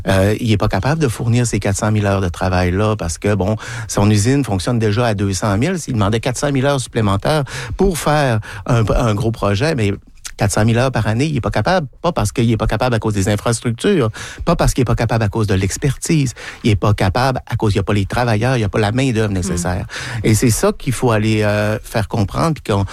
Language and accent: French; Quebec, Canada; Si on veut faire chez nous, au Québec, ces grands contrats-là et pas les donner à l'extérieur puis à l'étranger, ben, ça va nous prendre de la main-d'œuvre. Puis c'est un enjeu très crucial pour notre région.